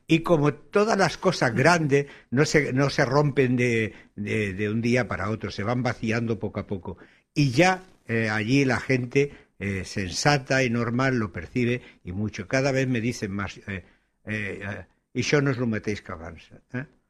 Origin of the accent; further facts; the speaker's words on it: Catalonia, Spain; moved away; Pues yo como catalán tengo algo que oponer a eso